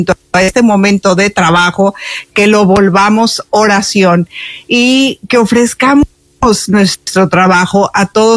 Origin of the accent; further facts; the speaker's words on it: Mexico; Todo, incluso yo que soy mexicana, me simbra el corazón